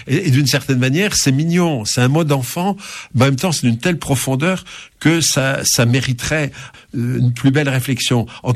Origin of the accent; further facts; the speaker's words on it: France; J'ajoute qu'en plus, je suis français